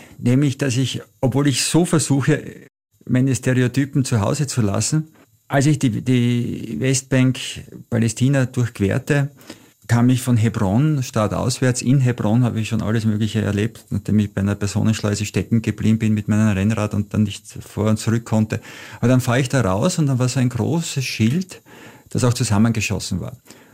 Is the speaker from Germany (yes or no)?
no; Austria; Ich komme aus Austria. No kangaroos, but Arnold Schwarzenegger.